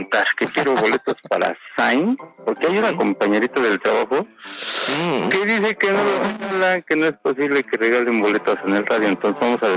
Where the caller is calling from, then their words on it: Ciudad Nezahualcóyotl, State of Mexico, Mexico; ahorita estoy en Ciudad de México. Ajá. Pero vivo en Ciudad de Nezahualcóyotl.